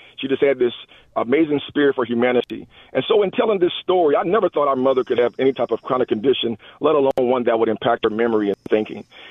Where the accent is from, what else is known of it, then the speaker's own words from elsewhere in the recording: Jacksonville, Illinois, United States; So, again, we grew up in Central Illinois, 30 years in Jacksonville.